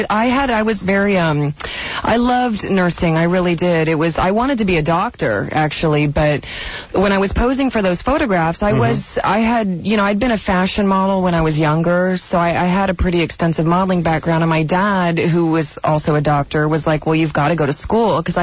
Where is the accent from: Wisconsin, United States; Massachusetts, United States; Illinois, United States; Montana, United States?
Montana, United States; Great Falls; moved away; also born or lived in Boise, Idaho; No, I'm from Great Falls, Montana.